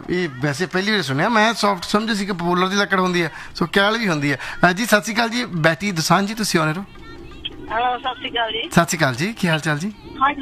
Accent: Punjab, India; ਅਸੀਂ ਕਹਿੰਦੇ ਮਾਲਵੇ ਚ ਕਰੁੰਬਲਾ

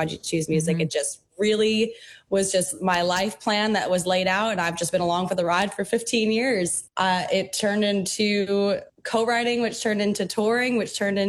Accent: Abbotsford, British Columbia, Canada; But I grew up in Abbotsford, BC. I went to an integrated art school growing up.

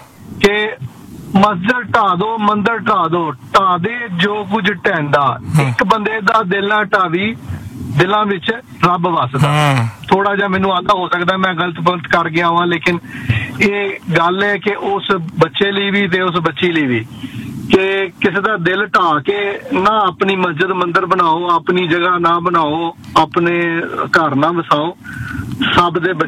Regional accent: Punjab, Pakistan; now in Canada; ਤੇ ਮੈਂ ਪਾਕਿਸਤਾਨ ਤੋਂ ਹਾਂ

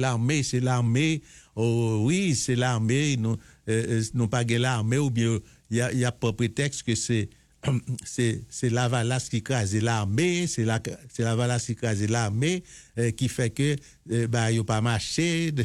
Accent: Haiti; ce problème li mette nous trouver là en tant qu'haïtien parce que nous-mêmes, nous, nous sommes peuple.

